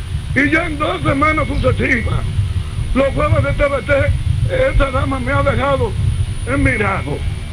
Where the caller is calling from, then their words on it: Dominican Republic; del Enriquillo.